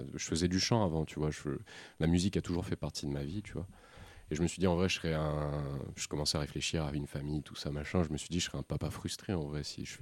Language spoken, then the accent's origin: French; Paris, Île-de-France, France; Bah en fait moi c'est que j'étais à Paris toute ma jeunesse et j'avais un pote qui écoutait beaucoup de rap